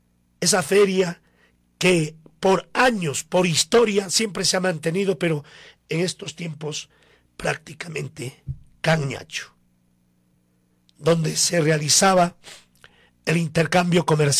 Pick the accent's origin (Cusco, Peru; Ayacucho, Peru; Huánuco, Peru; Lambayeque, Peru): Ayacucho, Peru; Coracora; nuestro pueblo de Coracora